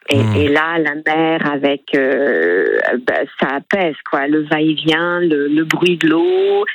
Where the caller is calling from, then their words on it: Hauts-de-France, France; je suis picarde.